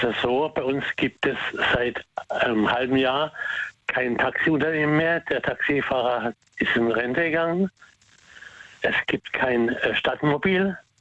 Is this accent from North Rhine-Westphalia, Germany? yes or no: no; Karlsruhe, Baden-Württemberg, Germany; also born or lived in Ettlingen; now in Muggensturm, Germany; Ich bin gebürtiger Karlsruher.